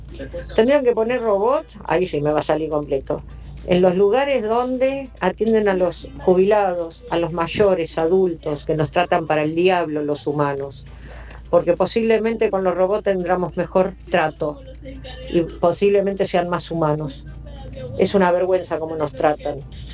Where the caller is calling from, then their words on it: Ramos Mejía, Buenos Aires Province, Argentina; soy de Ramos y hago remis particular